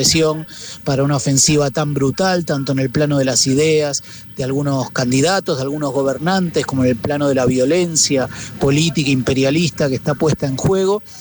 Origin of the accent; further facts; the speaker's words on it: Argentina; estoy ahora en Colombia, soy argentino